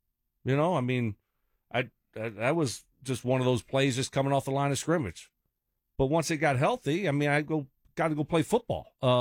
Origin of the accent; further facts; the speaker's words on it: Lafayette, Louisiana, United States; I grew up in Lafayette. So that's 2 hours away.